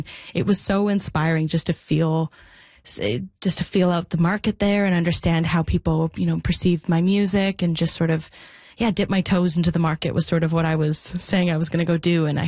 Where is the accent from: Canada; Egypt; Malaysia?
Canada; Mission, British Columbia; the Mission Folk Festival, my hometown folk festival